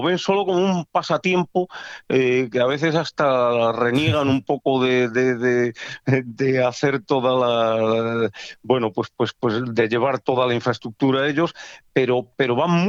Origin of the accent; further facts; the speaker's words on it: Castile, Spain; Hoy día, tú y yo que somos castellanos, para que se adiestre un niño castellano en la pesca de truchas, ¡buf!, es complicado